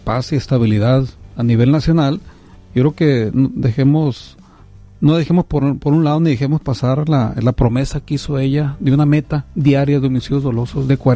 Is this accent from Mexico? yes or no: yes; Mexico; nosotros como mexicanos